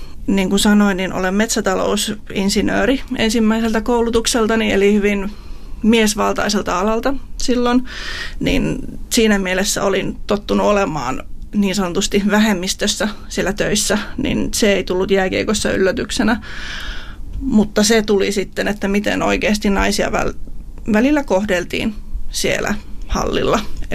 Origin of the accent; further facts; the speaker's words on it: Hamina, Kymenlaakso, Finland; moved away as an adult; also born or lived in Kotka; Sellainen viaton 21-vuotias metsätalousinsinööriopiskelija. Asuin silloin Kotkassa, olin muuttanut Haminasta kotikaupungistani sinne.